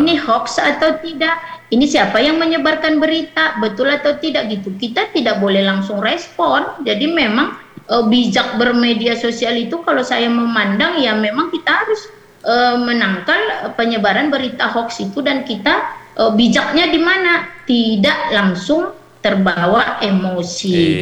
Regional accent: North Sumatra, Indonesia; saya pribadi, saya kan orang apa nih, Humbang Hasundutan, orang suku Batak saya

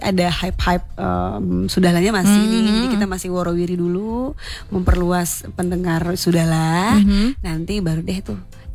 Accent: West Sumatra, Indonesia; kita sebagai orang Minang

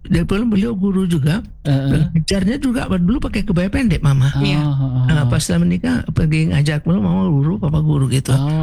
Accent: West Sumatra, Indonesia; Kalau kita Minang enggak pakai batik di bawah. Pakai kain gitu dia.

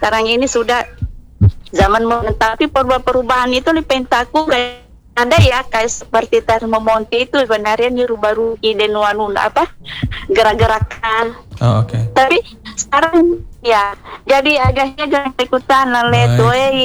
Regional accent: Central Sulawesi, Indonesia; itu apa namanya bahasa Kaili, karena saya orang Kaili leh.

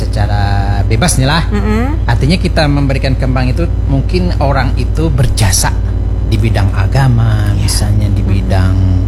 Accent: South Kalimantan, Indonesia; kebiasaan orang kita Banjar ini kan inya Bu Ay, kayak istilahnya aku najar

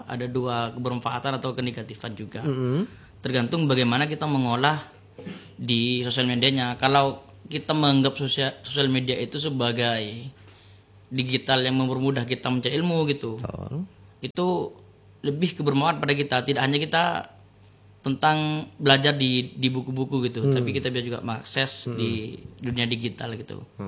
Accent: Rubaru District, East Java, Indonesia; Alamatnya saya asli Kecamatan Rubaru lebih tepatnya gitu.

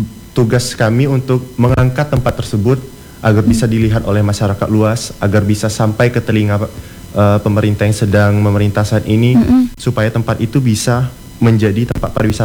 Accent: Jambi, Indonesia; aku sebagai generasi muda, aku yang menerusin daerah ini, aku yang nerusin Jambi.

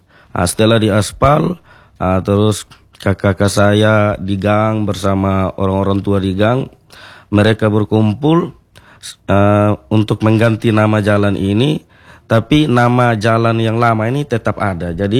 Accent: Sumba, East Nusa Tenggara, Indonesia; kita sebagai anak muda, sebagai generasi Sumba

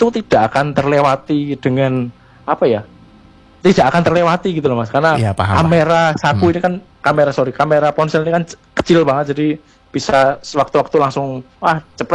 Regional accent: Semarang, Central Java, Indonesia; moved away as an adult; now in Yogyakarta, Indonesia; Kebetulan saya sekarang tinggal, saya asli Semarang, tapi saat ini masih sedang menyelesaikan studi saya di ISI Jogja.

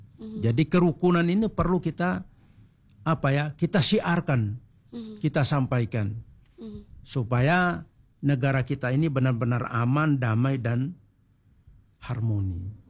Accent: East Nusa Tenggara, Indonesia; born there; now in Surabaya, Indonesia; tempat kelahiran saya, yaitu di NTT sana, itu bahasanya itu hampir 100 lebih bahasa. Bahasa daerah maksud saya.

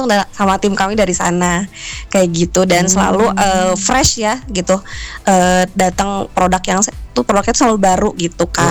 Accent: Bandung, West Java, Indonesia; Asli orang Bandung

